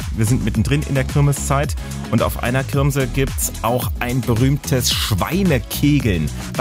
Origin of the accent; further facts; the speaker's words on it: Jena, Thuringia, Germany; Ich komme ja aus Jena, also quasi so 3 Berge weiter.